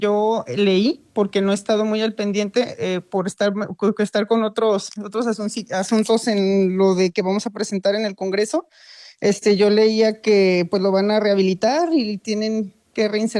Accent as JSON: {"language": "Spanish", "region": "Tabasco", "country": "Mexico", "said": "en la zona de donde somos, de Tabasco"}